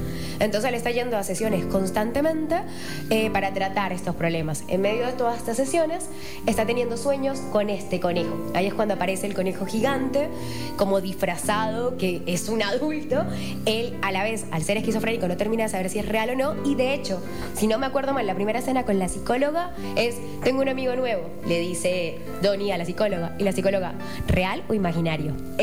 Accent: Barranquilla, Atlántico, Colombia; Yo crecí en Barranquilla. O sea, son ciudades diferentes en Colombia. Bogotá es la capital, Barranquilla está en la costa.

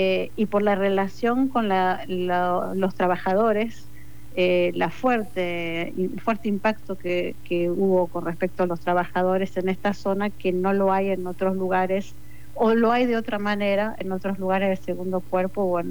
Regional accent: Pergamino, Buenos Aires Province, Argentina; vengo de la ciudad de Pergamino

